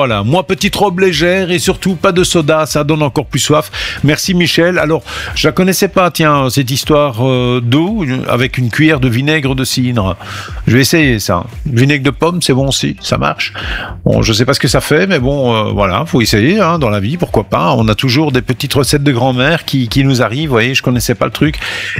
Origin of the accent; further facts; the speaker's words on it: Belgium; chez nous en Belgique